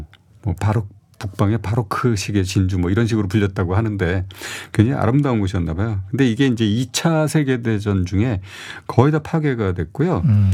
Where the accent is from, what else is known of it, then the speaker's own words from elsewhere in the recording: Seoul, South Korea; 제가 사실은 어린 시절을 성수동에서 보냈습니다.